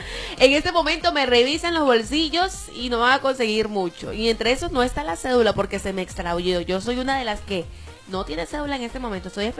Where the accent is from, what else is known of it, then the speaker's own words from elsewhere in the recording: Venezuela; Que nos identifica como venezolanos.